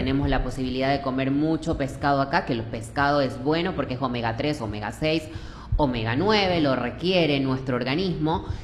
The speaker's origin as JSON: {"language": "Spanish", "country": "Ecuador", "said": "Nosotros como ecuatorianos"}